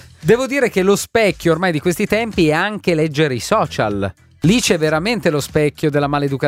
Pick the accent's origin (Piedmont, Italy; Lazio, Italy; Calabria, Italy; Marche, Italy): Piedmont, Italy; Venaria Reale; dalla mia città, Venaria Reale